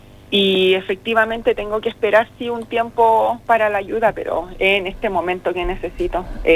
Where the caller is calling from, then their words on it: Iquique, Tarapacá, Chile; Yo soy de Iquique.